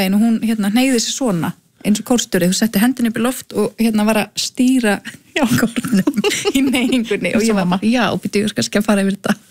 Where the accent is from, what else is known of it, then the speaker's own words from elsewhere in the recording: Ísafjörður, Westfjords, Iceland; við erum nokkur frá Ísafirði sem að förum í ungmennaráð Norbusang fyrir hönd Íslands